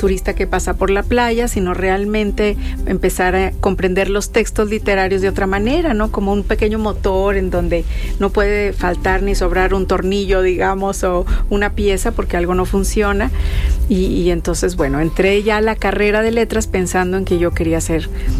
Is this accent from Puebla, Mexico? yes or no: no; Monterrey, Nuevo León, Mexico; yo nací aquí en Monterrey, soy muy norteña porque soy de familia de aquí y mi papá es de Chihuahua.